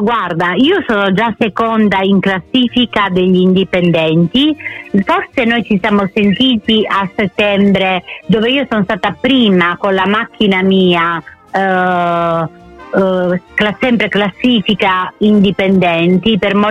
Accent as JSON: {"language": "Italian", "town": "Lipari", "region": "Sicily", "country": "Italy", "tie": "born there", "said": "Ma io sono nata alle Isole Eolie"}